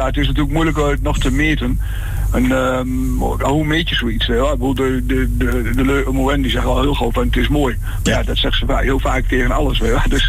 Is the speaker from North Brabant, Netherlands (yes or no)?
no; Overijssel, Netherlands; Ik kom uit de Oxenbergen en Emiel komt uit van oorsprong uit Tubbergen.